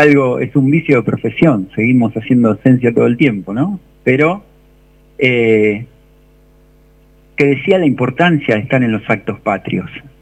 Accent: Argentina; patria somos los argentinos y las argentinas

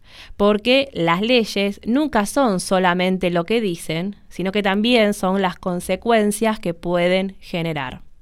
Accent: Argentina

